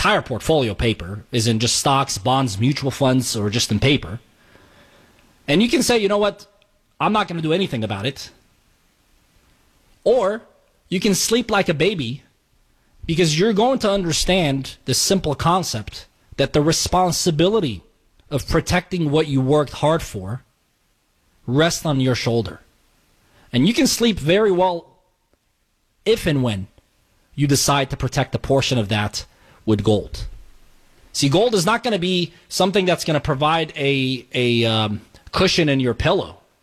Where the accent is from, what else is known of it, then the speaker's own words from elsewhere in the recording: United States; And obviously, the best thing that you can do as an American is to show up.